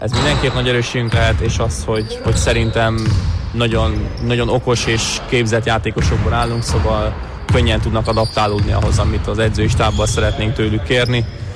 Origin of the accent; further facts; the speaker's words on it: Pécs, Baranya, Hungary; now in Paks, Hungary; a szüleim vittek még annó a Mizó Pécs női kosárlabda csapatának meccseire, ott nőttem fel a pálya szélén